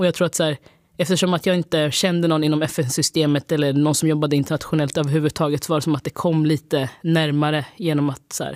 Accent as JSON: {"language": "Swedish", "town": "Linköping", "region": "Östergötland", "country": "Sweden", "said": "Jag är ju från Linköping och liksom den här."}